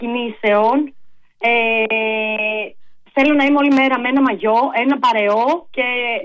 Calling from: Petroupoli, Attica, Greece; Είμαι καλά, από Πετρούπολη.

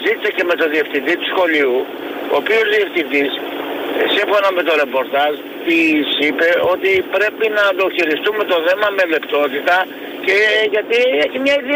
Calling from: Loutraki, Peloponnese, Greece; Εδώ στην περιοχή μας, εγώ είμαι από Κόρυδο, στο Λουτράκι.

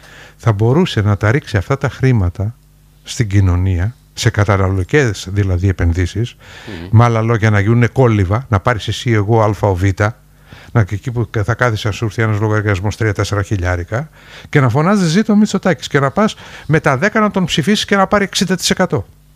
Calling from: Greece; Και όταν τους έλεγα ότι είμαι από Ελλάδα, γελούσανε.

